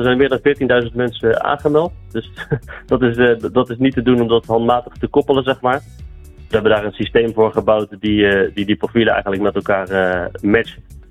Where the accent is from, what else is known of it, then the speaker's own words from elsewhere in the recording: Goes, Zeeland, Netherlands; born there; moved away as an adult; also born or lived in Leiden; Ik heb zelf 10 jaar in Leiden gewoond. Mijn vrouw komt er ook vandaan. En ja, wij zijn 6 jaar geleden zijn we naar Goes verhuisd naar mijn geboortestad.